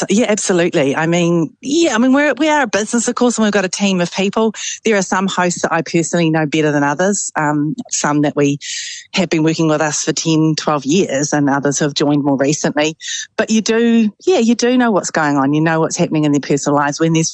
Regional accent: Tauranga, Bay of Plenty, New Zealand; We did grow up in the country. Okay. I grew up in Kiwi Fruit Orchards. We both grew up on a Kiwi Fruit Orchard. I was in Tauranga and she was in Whakatane.

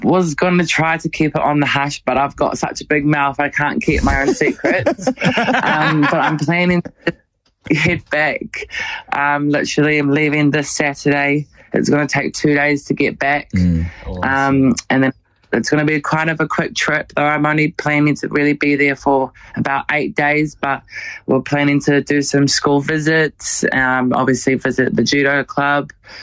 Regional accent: Gisborne, New Zealand; moved away; Yeah, I'm so proud to come from Tarawhiti and my growing up in Gizzy, it was a simple life. Went to Whangapapa, Gizin and Girls High, did pretty much all the sports the schools had to offer. I was such a sporty kid

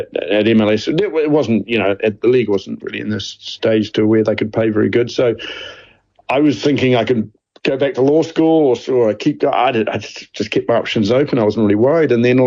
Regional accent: New Zealand; moved away; growing up in New Zealand

